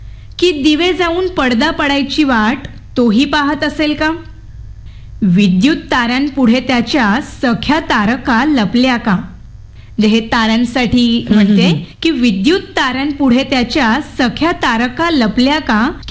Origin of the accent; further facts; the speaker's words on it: Devgad, Maharashtra, India; now in Mumbai, India; ने मी मूळची देवगडची आहे, तर गावी कसं निरभ्र आकाश आपल्याला पाहायला मिळतं